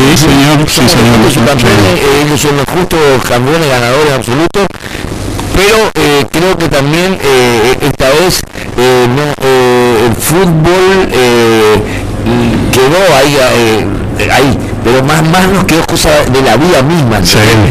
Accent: Argentina; Aparte nosotros somos argentinos, que queremos ganar.

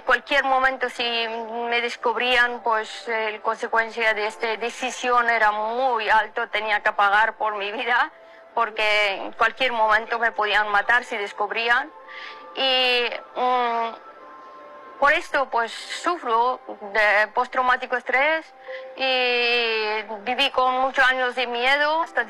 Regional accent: Afghanistan; moved away as an adult; now in Spain; Desde hace mucho tiempo que vivo en España, soy activista por los derechos humanos y nací, crecí en Afganistán hasta 21 años, viví en Afganistán.

